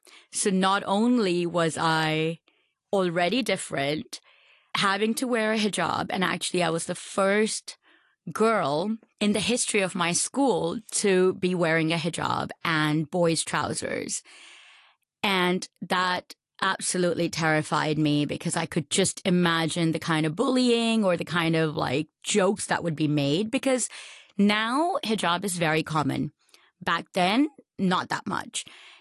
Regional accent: Hong Kong; born there; first language Urdu; English is a second language; also born or lived in Pakistan

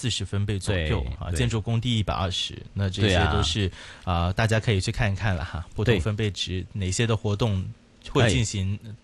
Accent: Guangdong, China; accent: Cantonese; first language Cantonese; 说回自己的 对母语哈，我们广东话 对吧哈。

